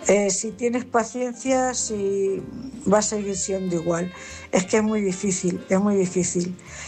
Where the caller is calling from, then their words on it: Cuenca, Castilla-La Mancha, Spain; Buenas noches … corresponsal de Cuenca.